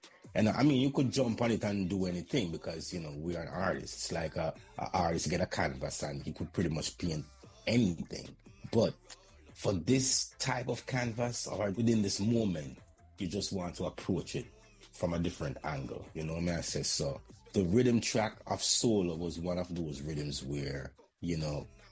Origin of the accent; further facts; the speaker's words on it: Jamaica; even growing up in Jamaica, you know, from, you know, like, you know, back in the 90s